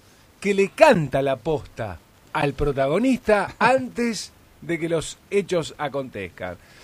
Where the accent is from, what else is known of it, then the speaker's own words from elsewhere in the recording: Paraná, Entre Ríos, Argentina; Yo de Paraná.